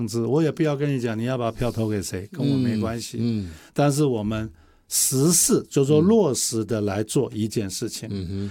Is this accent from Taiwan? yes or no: yes; Taiwan; 我们台湾人